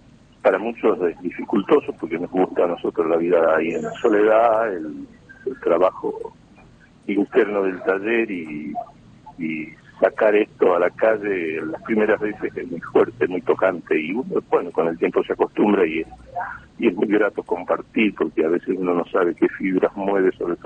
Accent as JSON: {"language": "Spanish", "country": "Argentina", "lives_now": "La Rioja, Argentina", "said": "representar al país como único argentino en este encuentro de 10 escultores de todo el mundo"}